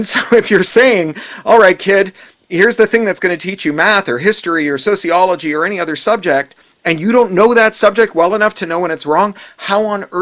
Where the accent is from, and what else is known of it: Toronto, Ontario, Canada; born or raised there